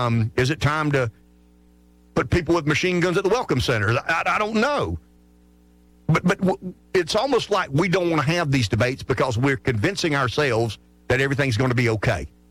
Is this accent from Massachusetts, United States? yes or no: no; South Carolina, United States; As someone who has lived his entire state or his entire life in my home state and don't have any desire to go anywhere else